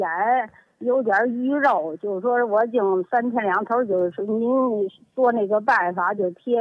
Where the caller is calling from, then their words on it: Beijing, China; 我是北京的。